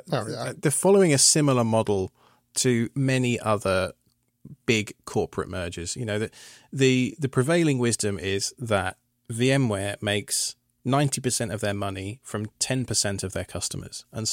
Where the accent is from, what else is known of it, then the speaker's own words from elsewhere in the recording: United Kingdom; Hey, look, dude, I'm British. We practically invented sarcasm, so I think we'll be all right.